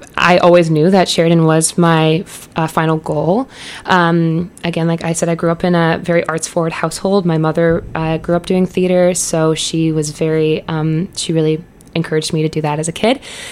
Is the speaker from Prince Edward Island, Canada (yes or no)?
no; Calgary, Alberta, Canada; moved away as an adult; now in Ontario, Canada; I'm from Calgary, Alberta. So I moved here for school in 2023.